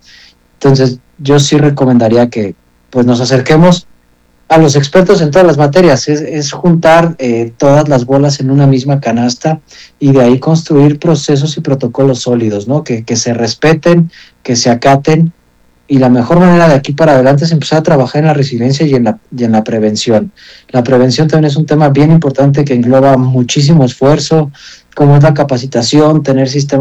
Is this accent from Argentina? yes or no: no; Mexico; nos ha ayudado como mexicanos